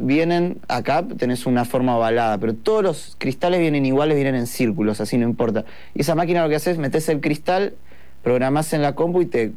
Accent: Uruguay; born there; also born or lived in Brussels, Belgium / Flanders, Belgium; Y nací en Bélgica. Nací en Bruselas, pero viví en Flandria, en el norte, en Vlaanderen. Viví ahí 8 años y después nos mudamos a Uruguay.

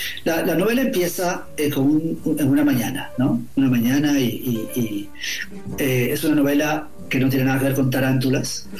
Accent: Guatemala City, Guatemala Department, Guatemala; moved away; yo soy guatemalteco, somos guatemaltecos

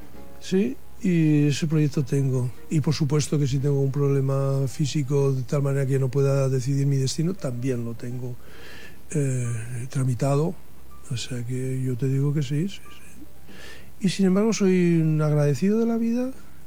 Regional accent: Basque Country, Spain; born there; me gustaría seguir contando historias de gente de mi tierra natal

